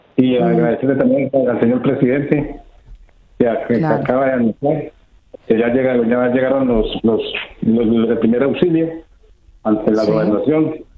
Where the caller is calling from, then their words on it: Dosquebradas, Risaralda, Colombia; Desde aquí de Los Quebradas, Risaralda.